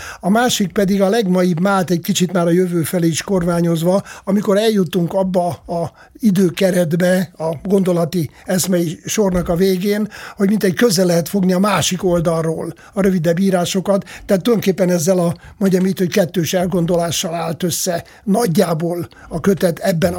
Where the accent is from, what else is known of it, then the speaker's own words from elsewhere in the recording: Szeged, Csongrád-Csanád, Hungary; én ugye már Szegeden születtem, és én külvárosban nőttem föl. Ez a külváros, a Rókus nevű külváros a Szegednek, ez leginkább itt Pesten Angyalföldhöz lehet-e hasonlítani